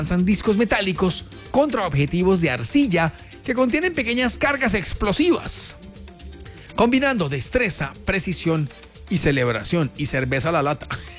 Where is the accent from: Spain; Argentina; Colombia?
Colombia; Tolima; now in Armenia, Colombia; en el Tolima, de donde soy yo